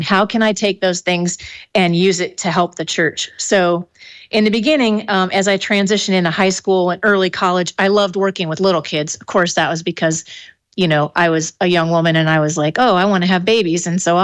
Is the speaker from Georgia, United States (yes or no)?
no; Port Clinton, Ohio, United States; born there; I was baptized at Trinity United Methodist Church in Port Clinton, Ohio